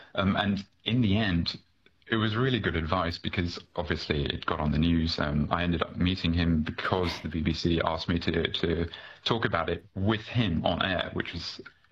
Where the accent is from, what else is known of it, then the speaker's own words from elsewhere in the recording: Malaysia; For me, I'm originally from Malaysia, which is it was colonized by the Brits